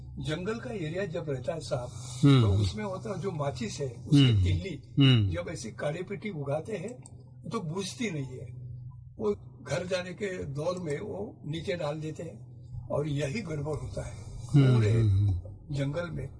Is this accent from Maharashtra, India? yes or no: yes; Alibag, Maharashtra, India; मैं छत्रपति शिवाजी महाराज के जिला रायगढ़ से हूँ, और समंदर के बगल में सरखेल कान्होजी आंगरे करके जो आरमार के प्रमुख थे शिवाजी महाराज के, उन्हीं के गांव का अलीबाग का रहने वाला हूँ।